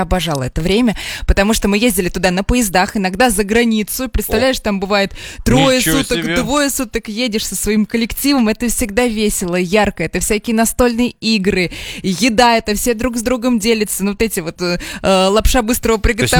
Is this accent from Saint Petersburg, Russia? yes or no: no; Lipetsk Oblast, Russia; я из Липецкой области, и там, ну, это прям родина яблок